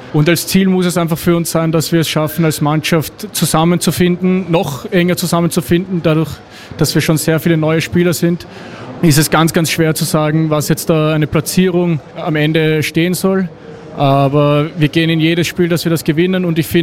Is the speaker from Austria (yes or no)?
yes; Austria; Ich meine, für mich als Österreicher natürlich nochmal ein Bonus, dass wir das gleich in meinem Heimatland gemacht haben.